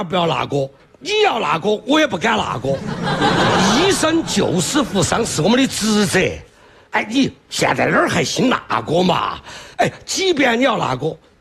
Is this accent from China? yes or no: yes; Sichuan, China; 用我们四川话两个字解决问题，